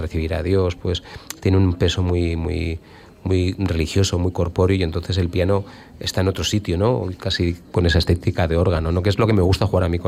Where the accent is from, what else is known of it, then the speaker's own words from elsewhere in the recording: Basque Country, Spain; Soy vasco, vengo del mundo coral, he cantado mucho en coros